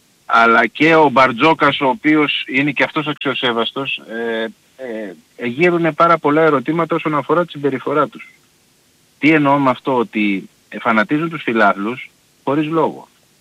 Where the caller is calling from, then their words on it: Nea Filadelfeia, Attica, Greece; από τη Νέα Φιλαδέλφια, Αγγλής και εγώ.